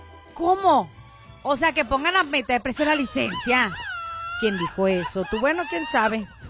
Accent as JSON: {"language": "Spanish", "region": "Sinaloa", "country": "Mexico", "said": "Pues somos sinaloenses"}